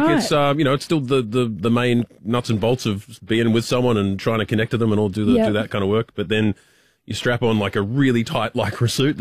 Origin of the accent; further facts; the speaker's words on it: Australia; I'm Australian, if that helps